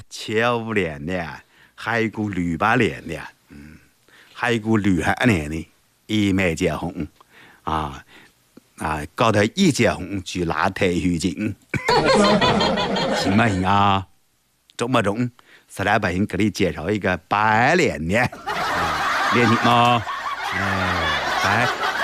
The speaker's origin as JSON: {"language": "Chinese", "town": "Donghai", "region": "Jiangsu", "country": "China", "said": "我是东海的。"}